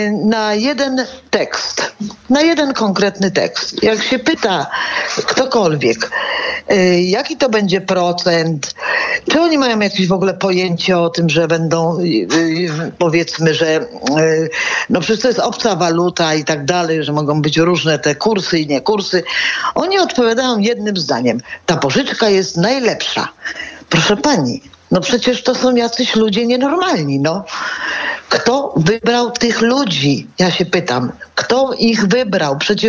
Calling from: Łódź, Łódź Voivodeship, Poland; Ja dzwonię z Łodzi

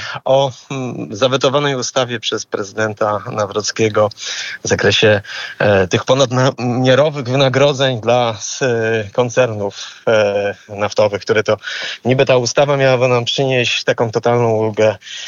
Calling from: Warsaw, Masovian Voivodeship, Poland; z Warszawy

